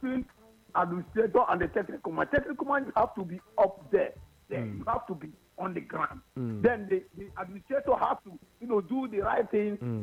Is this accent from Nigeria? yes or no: yes; Nigeria; We are Nigerian